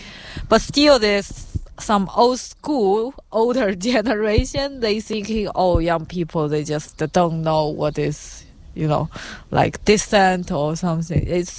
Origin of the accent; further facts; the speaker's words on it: China; English is a second language; because I come from China and I see so empty street